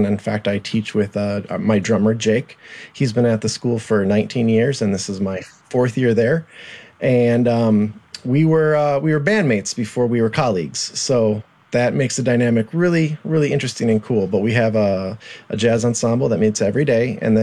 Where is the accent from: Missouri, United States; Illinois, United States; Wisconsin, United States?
Wisconsin, United States; Milwaukee; I started at a very young age, at 4, and played in the community ensembles where I grew up in Milwaukee